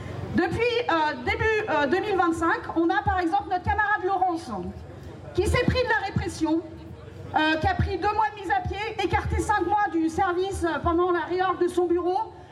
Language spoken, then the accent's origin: French; Brittany, France; je viens du Morbihan.